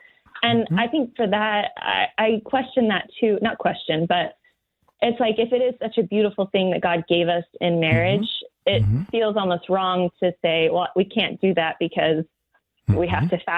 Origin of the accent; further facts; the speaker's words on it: Anchorage, Alaska, United States; Yeah, from Anchorage. Mm-hmm. Yeah, so I'm used to it.